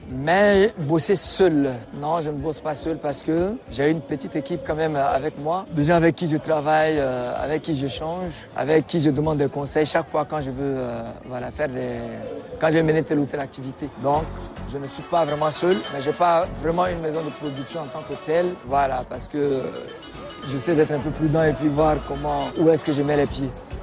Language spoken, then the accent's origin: French; Chad; accent: Chadian; Je suis tchadien, c'est vrai. Même ici … Bon, déjà, de par mon accent, on sait que c'est un tchadien.